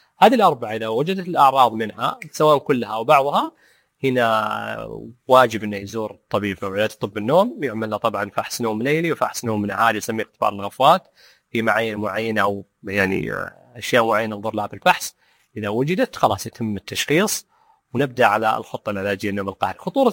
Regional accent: Saudi Arabia

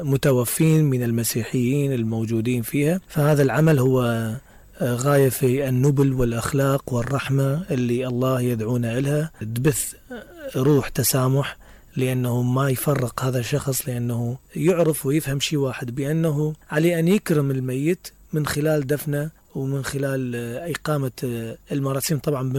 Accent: Basra, Basra Governorate, Iraq; احنا عندنا في البصرة

